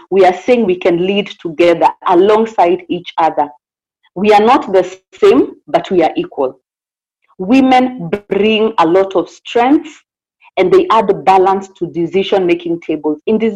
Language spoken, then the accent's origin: English; Kajiado County, Kenya; I am from Kajiado County.